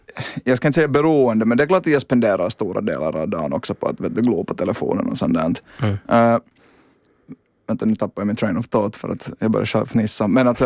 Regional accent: Espoo, Uusimaa, Finland; jag är från Esbo

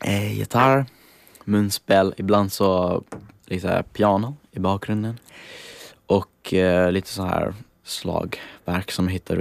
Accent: Italy; Swedish is a second language; åtminstone på italienska där jag kommer ifrån

